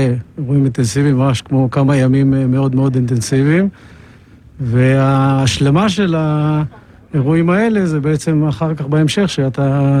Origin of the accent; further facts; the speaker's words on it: Shaarei Tikva, Judea and Samaria, Israel; משערי תקווה.